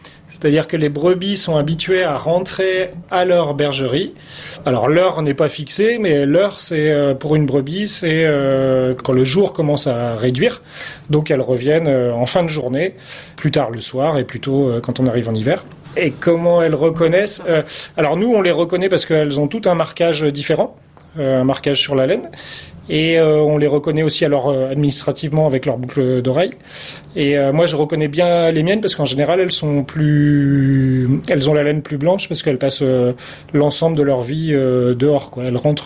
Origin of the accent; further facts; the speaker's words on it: Avranches, Normandy, France; born there; Et donc, je souhaitais revenir dans ma région natale. Je suis né à Avranches, donc c'était l'élément central.